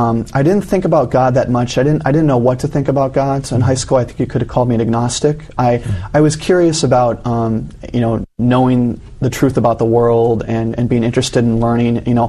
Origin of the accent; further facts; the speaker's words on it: Minnesota, United States; also born or lived in Michigan; when I was about five, we were living in the upper peninsula of Michigan, and we moved to Minnesota.